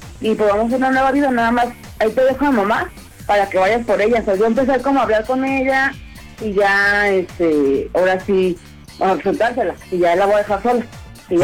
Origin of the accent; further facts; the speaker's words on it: Guadalajara, Jalisco, Mexico; De aquí, de Guadalajara, pero pues me escucho chilanga, tengo sangre chilanga.